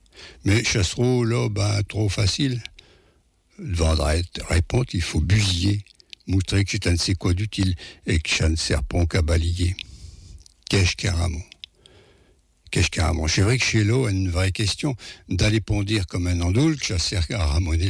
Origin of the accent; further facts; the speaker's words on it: Paris, Île-de-France, France; et là, je ne viens pas des Amériques, je viens plutôt de Paris